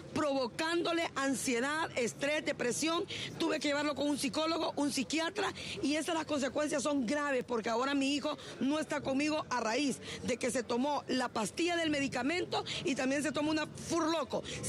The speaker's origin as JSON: {"language": "Spanish", "country": "Honduras", "said": "no solo vengo como política, como profesional, como hondureña, vengo también como madre"}